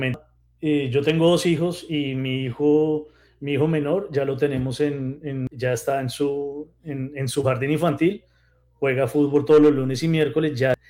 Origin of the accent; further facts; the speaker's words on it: Bogotá, Colombia; yo nací en Bogotá y de hecho crecí en Pablo VI